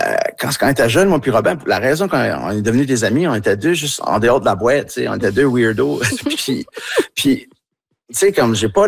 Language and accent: French; New Brunswick, Canada; accent: Tracadie